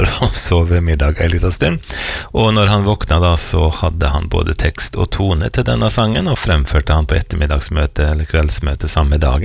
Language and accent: Norwegian; Eide, Møre og Romsdal, Norway; Fra den tid jeg var liten gutt og var med min mor på bedehuset hjemme på Eide, der jeg vokste opp på Nordmøre.